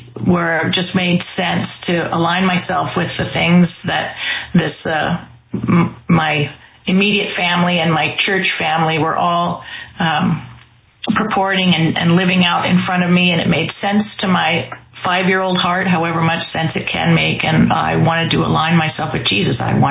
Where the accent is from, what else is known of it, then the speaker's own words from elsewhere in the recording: Yakima, Washington, United States; also born or lived in Eugene; I grew up in Central Washington State in a town called Yakima. I was born in Eugene, and then the family moved just a few weeks after that.